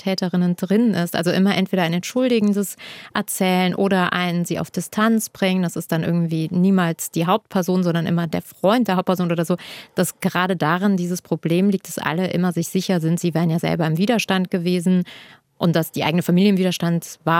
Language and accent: German; Germany; born there; ich bin in Deutschland geboren, meine Eltern haben in Deutschland Schutz bekommen als politische Verfolgte.